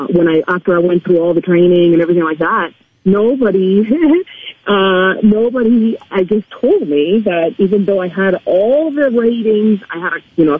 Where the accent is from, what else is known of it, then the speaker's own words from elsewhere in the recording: Spain; first language Spanish; English is a second language; of course, I'm from Spain, so Spanish is my first language. I kind of had to learn English as part of learning to fly.